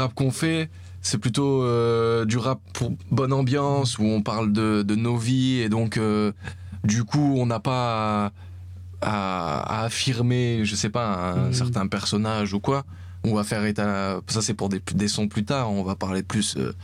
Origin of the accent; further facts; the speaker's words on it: Sisteron, Provence-Alpes-Côte d'Azur, France; moved away as an adult; now in Liège, Belgium; je suis français, je viens du sud-est de la France à Sisteron, on va dire Marseille, comme ça c'est plus simple.